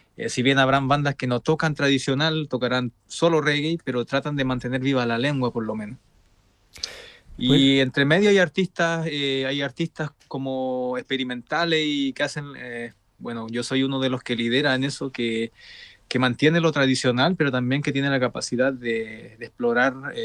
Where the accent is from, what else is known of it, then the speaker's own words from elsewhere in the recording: Easter Island, Valparaíso, Chile; Y la viruela casi extermina mi pueblo.